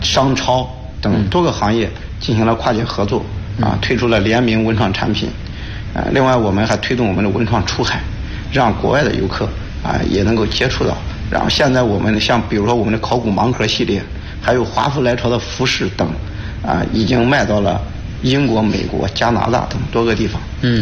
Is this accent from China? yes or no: yes; Henan, China; 我们河南人说话经常喜欢说一个中字